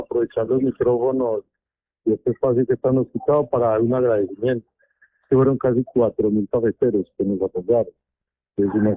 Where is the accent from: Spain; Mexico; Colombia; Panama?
Colombia; Marquetalia, Caldas; uno es de la zona, que uno es de Marquetales